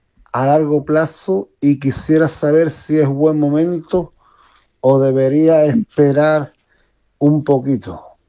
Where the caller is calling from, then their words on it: Huelva, Andalusia, Spain; de Huelva